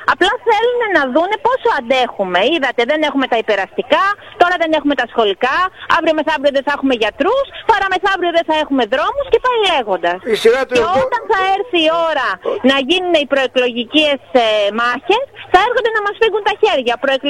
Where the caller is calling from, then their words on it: Pyrgi, North Aegean, Greece